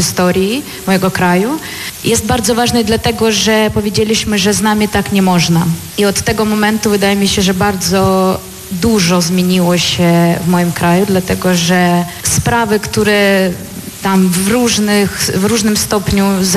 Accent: Ukraine; Polish is a second language; now in Poland; bo pochodzę z Ukrainy, to ja go widziałam na swoje oczy w roku 2014. Dla mnie on jest na tyle ważny dla mojego kraju

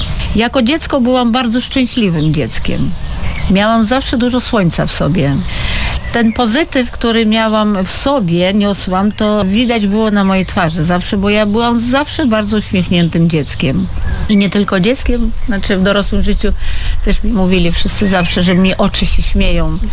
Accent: Sukhumi, Abkhazia, Georgia; moved away; Jak często wracam do tego mojego dzieciństwa w Suchumi.

